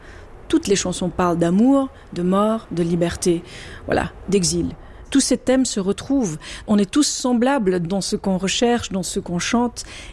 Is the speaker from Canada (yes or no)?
no; Albania; first language Albanian; French is a second language; J'ai grandi déjà en Albanie avec une langue, ça veut dire l'albanais, mais tout le monde regardait la télévision italienne. L'italien fait aussi partie de mon enfance et donc oui, je le parle.